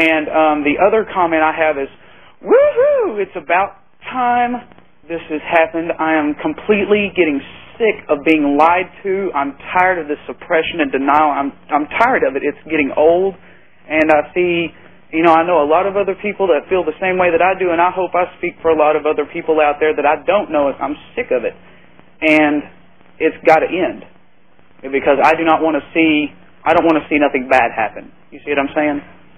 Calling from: West Memphis, Arkansas, United States; I'm calling from West Memphis

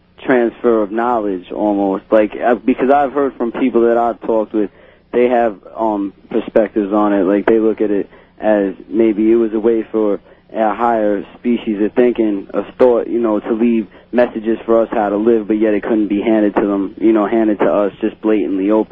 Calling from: New York, United States; I'm from New York.

